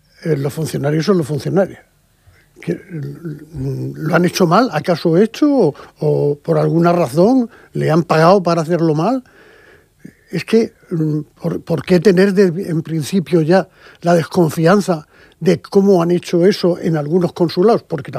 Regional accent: Spain; mi abuelo tuvo que huir de España, pero yo soy española y me hace mucha ilusión votar

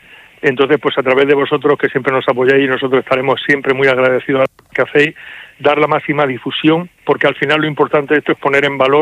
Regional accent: Region of Murcia, Spain; nosotros especialmente porque somos murcianos queremos que las candidaturas vencedoras sean las nuestras

